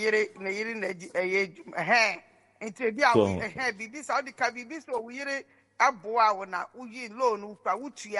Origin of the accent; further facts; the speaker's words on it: Kumasi, Ashanti, Ghana; Also, wait, I'm from Kumasi, not bad name.